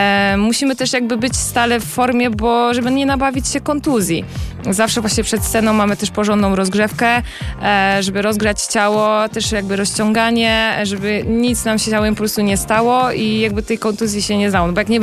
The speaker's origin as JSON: {"language": "Polish", "town": "Sochaczew", "region": "Masovian Voivodeship", "country": "Poland", "tie": "born or raised there", "said": "że jest moje rodzinne miasto, no to było niesamowite przeżycie i to był ogromny stres, bo wiedziałam, że będzie bardzo dużo moich znajomych, rodziny, ludzi z pracy, ludzi, które mnie jakby kojarzą po prostu z Sochaczewa."}